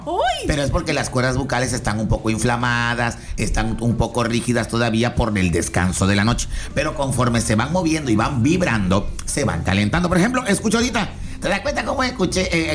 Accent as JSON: {"language": "Spanish", "country": "Mexico", "said": "soy mexicano. Soy mexicano."}